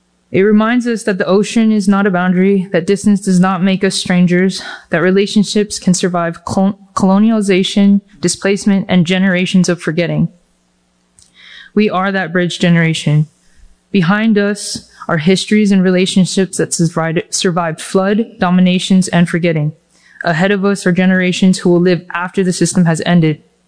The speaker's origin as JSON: {"language": "English", "town": "Hilo", "region": "Hawaii", "country": "United States", "said": "I'm from Hilo."}